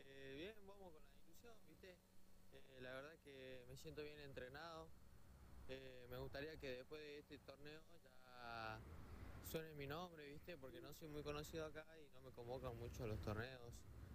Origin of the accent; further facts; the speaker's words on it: Jujuy, Argentina; moved away; Bueno, entreno hace un año y medio con él, que vengo de Jujuy.